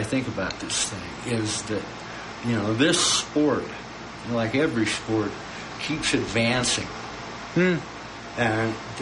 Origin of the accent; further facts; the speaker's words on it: Colorado, United States; I was born in Colorado, so, you know, I was raised here, so I was born a Broncos fan.